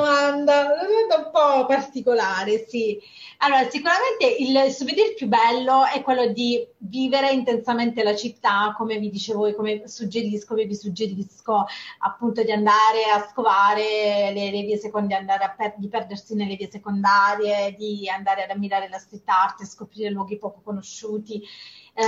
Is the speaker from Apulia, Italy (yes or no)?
yes; Apulia, Italy; now in Milan, Italy; io sono pugliese, come appunto si può sentire